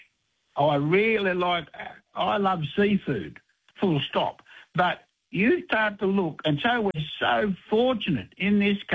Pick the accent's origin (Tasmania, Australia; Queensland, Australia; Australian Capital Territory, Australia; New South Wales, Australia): New South Wales, Australia; Tweed Heads; I remember when I grew up years ago in Tweed Heads, we always had this big pot on the wooden stove, and in it we had pippies.